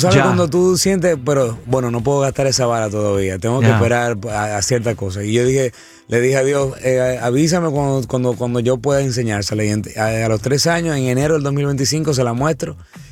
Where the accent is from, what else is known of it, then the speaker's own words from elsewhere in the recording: Dominican Republic; en mi país, República Dominicana